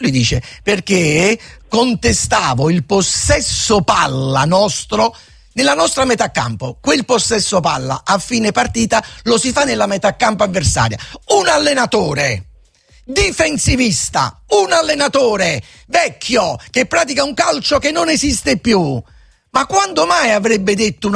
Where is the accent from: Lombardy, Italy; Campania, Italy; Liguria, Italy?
Campania, Italy; Naples; in quanto napoletani